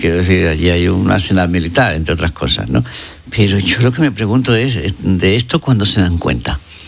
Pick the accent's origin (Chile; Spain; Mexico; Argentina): Spain; Soy español, cantando como si fuera el Mundial y tal